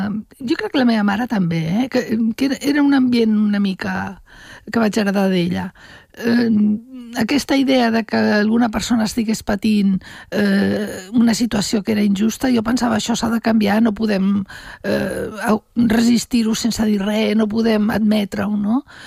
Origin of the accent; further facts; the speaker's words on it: Catalonia, Spain; accent: Catalan; jo quan surto tinc accent català, parlo castellà, i la major part de les coordenades les tinc d'aquí